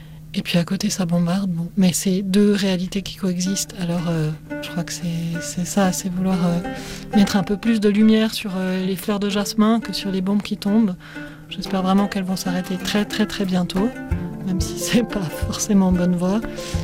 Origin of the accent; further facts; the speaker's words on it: Lebanon; chez moi au Liban et autour